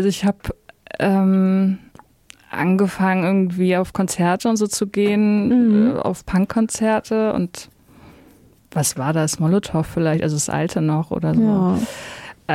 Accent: Greifswald, Mecklenburg-Vorpommern, Germany; Ich bin in einem besetzten Haus aufgewachsen in Greifswald

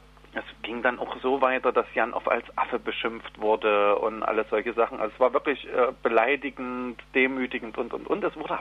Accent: Leipzig, Saxony, Germany; Und ich komme ja hier aus Leipzig, also wir haben es ja wirklich hautnah erlebt.

